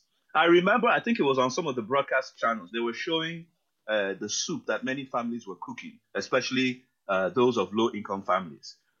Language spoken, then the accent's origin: English; Nigeria; as Nigerian citizens, the middle class